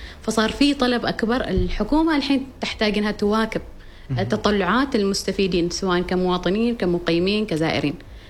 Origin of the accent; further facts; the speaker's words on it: Oman; احنا كمجتمع عماني